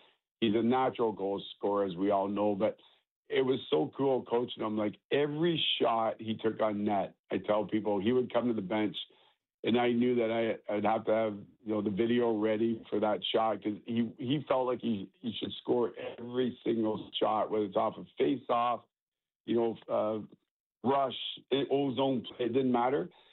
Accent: Kingston, Ontario, Canada; growing up in Kingston, obviously halfway between Toronto and Montreal, a lot of Leaf fans, a lot of Hab fans

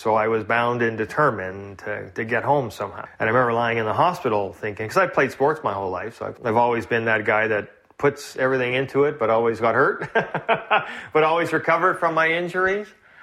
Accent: Toronto, Ontario, Canada; I came from Weston, a tough, you know, inner-city working-class neighborhood. You know, lived in low-rent housing.

